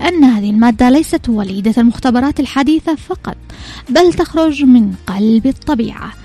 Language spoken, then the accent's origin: Arabic; Yemen; نتفخر بها كيمنيين.